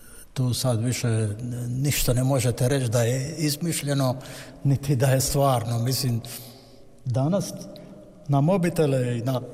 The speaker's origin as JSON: {"language": "Croatian", "country": "Croatia", "said": "jer ipak ja sam Hrvat, tako se osjećam, nisam u Španjolskoj, nisam u Argentini, ja se osjećam hrvatski"}